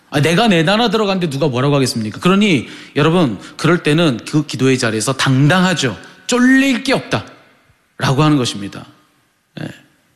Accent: South Korea; 제가 한국 사람이기 때문에 그렇습니다. 제 국적이 한국이기 때문에 그래요.

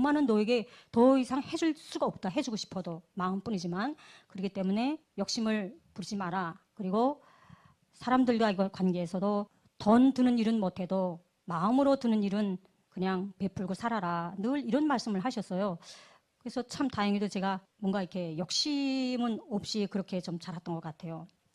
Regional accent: Sinuiju, North Pyongan, North Korea; moved away as an adult; now in South Korea; 고향은 평안북도 신의주입니다. 제가 이제 2010년 11월 15일 날에 이제 대한민국에 입국을 했고

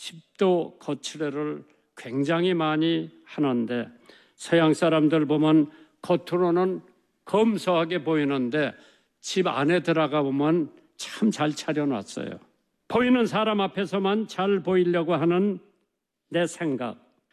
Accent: South Korea

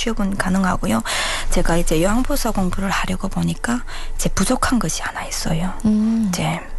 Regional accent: North Hamgyong, North Korea; moved away as an adult; now in Suwon, South Korea; 남한 정착 1년차 함경북도가 고향인

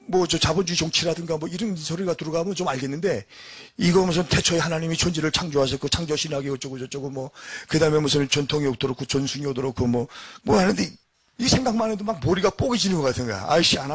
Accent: North Korea; now in South Korea

